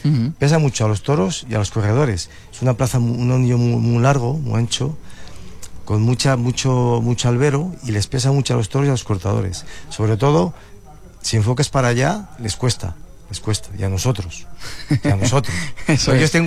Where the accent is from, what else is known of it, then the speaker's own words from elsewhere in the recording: Peñafiel, Castile and León, Spain; yo es que soy nacido y criado de Peñafiel